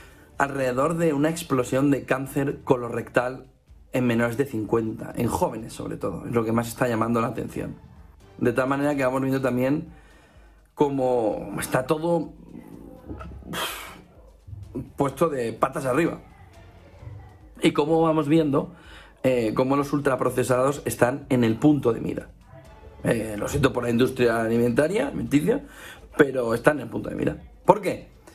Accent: Alicante, Valencian Community, Spain; born or raised there

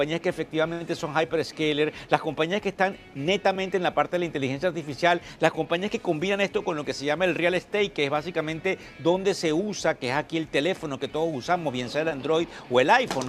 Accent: Venezuela; Como ustedes saben, yo soy el venezolano de la Tribuna de Negocios Televisión.

